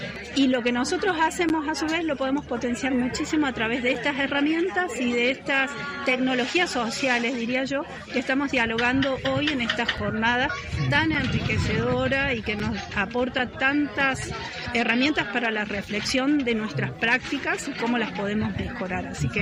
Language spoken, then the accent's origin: Spanish; San Marcos Sierras, Córdoba, Argentina; Quienes crecimos en San Marcos